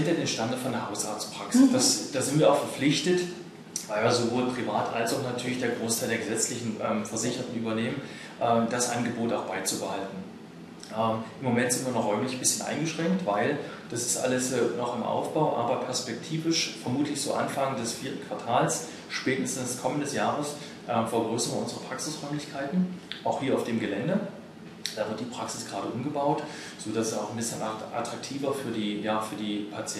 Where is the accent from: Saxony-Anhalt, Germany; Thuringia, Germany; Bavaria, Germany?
Saxony-Anhalt, Germany; Halle; Ich komme aus Halle.